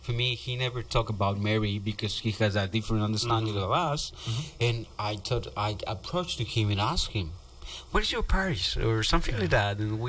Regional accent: Tepatitlán, Jalisco, Mexico; I was born and raised in Tepatitlan, Jalisco, Mexico. In Mexico, that lands are lands of martyrs, many martyrs in there, and our faith is people is very religious. 99% is Catholic.

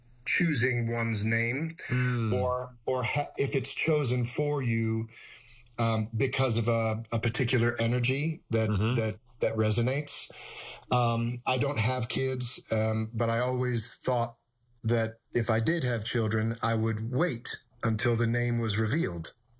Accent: Detroit, Michigan, United States; born there; Ah, okay. So I was born in Detroit, Michigan.

